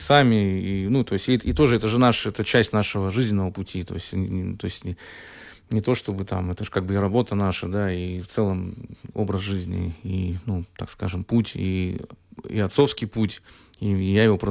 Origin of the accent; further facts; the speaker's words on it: Novosibirsk, Novosibirsk Oblast, Russia; Вы знаете, мы же сами из Новосибирска